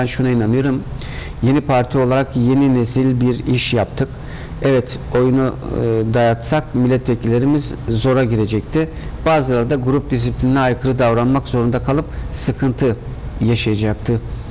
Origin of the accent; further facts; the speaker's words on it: Manisa, Turkey; mesela benim şehrimde Manisa'da ağırlıklı görüş hayır vermelisiniz oldu.